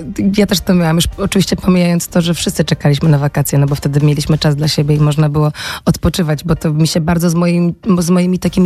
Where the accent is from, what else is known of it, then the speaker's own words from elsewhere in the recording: Parchowo, Pomeranian Voivodeship, Poland; also born or lived in Bytów; Ja się urodziłam się w Bytowie, ale wychowywałam się w Parchowie. To jest miejscowość niedaleko Kłączna.